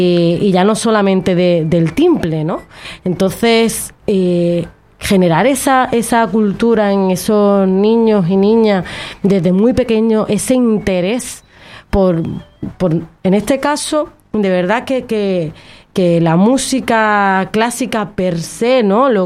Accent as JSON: {"language": "Spanish", "region": "Andalusia", "country": "Spain", "accent": "Andalusian", "moved": "yes", "lives_now": "Canary Islands, Spain", "said": "se me puede notar en el acento, yo no soy de aquí, soy andaluza."}